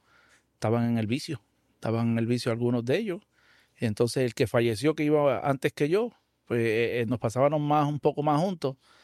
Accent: Canóvanas, Puerto Rico; also born or lived in San Isidro, Canóvanas / Palmasola, Canóvanas; Y allá en Palmasola tuvimos bien poco tiempo, como algún año, año y medio más. Pero la mayor parte de la niñez la viví en donde vivo actualmente, que es Los Cafés

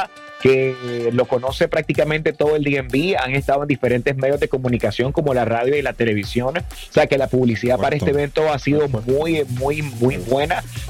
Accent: Nicaragua; moved away; en mi país, Nicaragua

